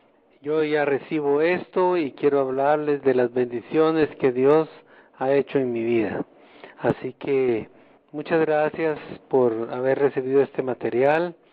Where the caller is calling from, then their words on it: Guatemala; soy de Guatemala, vivo en Guatemala.